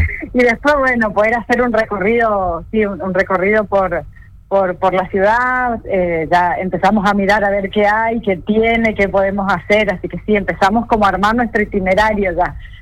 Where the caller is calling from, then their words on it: San Bernardo, Chaco, Argentina; Yo soy de San Bernardo, bien en el sudoeste, la provincia, bien en el sudoeste. Estoy como para que la gente que por ahí no conoce se ubique a 35 kilómetros de la ciudad de Villa Ángela.